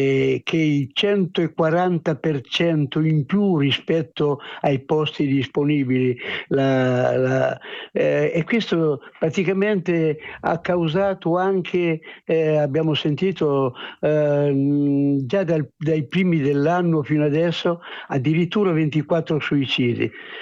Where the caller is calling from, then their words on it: Senigallia, Marche, Italy; Chiamo, telefono da Montignano di Senigallia